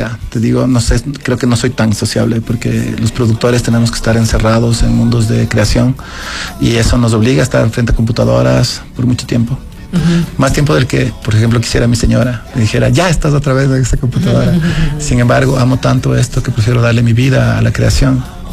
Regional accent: Ecuador; No somos ecuatorianos, somos ciudadanos de un planeta que tiene problemas

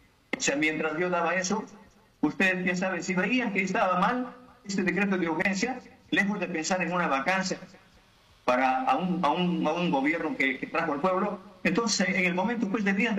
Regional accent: Peru; Vengo del Perú profundo, vengo de donde viene la necesidad

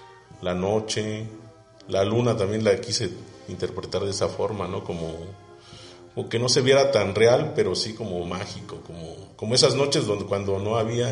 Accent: Oaxaca, Mexico; La parte prehispánica que nos representa, pues, como jojeños o como oaxaqueños, ¿no?

